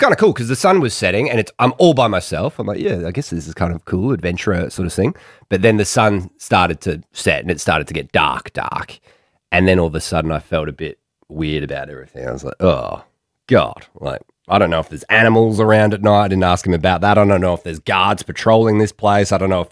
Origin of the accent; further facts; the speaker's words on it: Australia; I'm 36 from Australia.